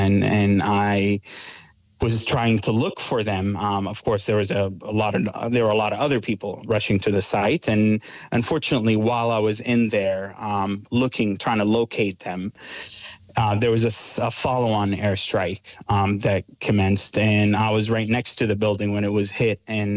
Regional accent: Gaza City, Gaza Strip, Palestine; One of the things that I like to always share about Gaza is that it's a very complicated, complex place with immense beauty and immense meaning for its people. The beaches, the food, the family connections, even with all the hardships that we experience

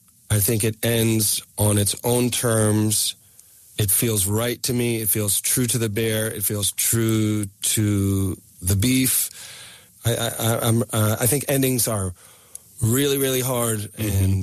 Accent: New England, United States; You know, I was raised in New England.

